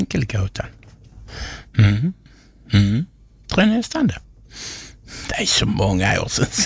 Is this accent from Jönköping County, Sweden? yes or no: no; Skurup, Skåne, Sweden; en god kompis hemma i Skurup.